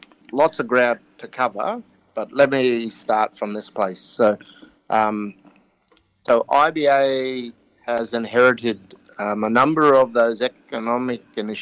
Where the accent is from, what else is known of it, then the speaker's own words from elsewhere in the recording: Queensland, Australia; I'm a Queenslander